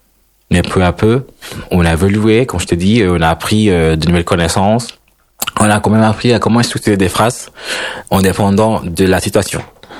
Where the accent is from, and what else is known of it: Honduras; born or raised there; French is a second language; moved away as an adult; now in France